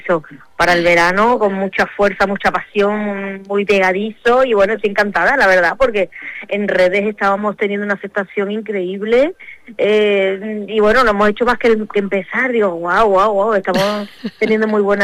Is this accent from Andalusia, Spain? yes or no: yes; Seville, Andalusia, Spain; also born or lived in Cádiz; he metido Triana, mi tierra, o sea, donde yo me he criado, en el barrio de Triana, de Sevilla